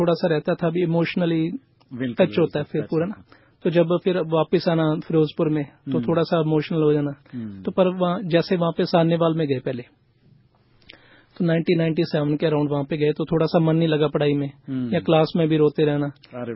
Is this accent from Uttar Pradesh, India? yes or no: no; Sahnewal, Punjab, India; मैं एक पंजाबी लड़का एक ही था भी जो हिंदी मीडियम जिसने चूज किया।